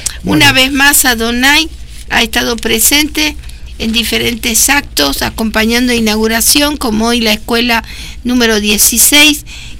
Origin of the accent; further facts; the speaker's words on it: Argentina; Como sociedad, como argentino. Y así como valoramos mucho el mundial y cantamos Argentina y levantamos nuestras banderas colores celeste y blanca